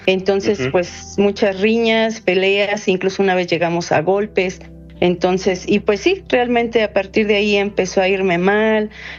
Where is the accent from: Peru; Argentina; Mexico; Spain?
Mexico; Yo soy mexicana.